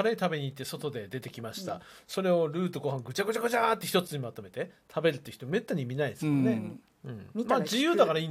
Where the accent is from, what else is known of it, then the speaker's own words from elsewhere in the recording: Kansai, Japan; moved away; あの元関西人なんで。